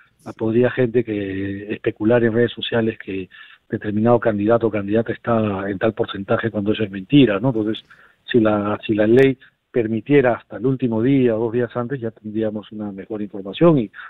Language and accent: Spanish; Peru; como en el Perú hacemos